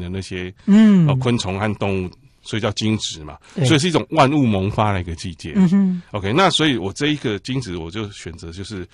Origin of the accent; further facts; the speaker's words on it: Taiwan; 那可是我们台湾人慢慢就这个变成它是一个氛围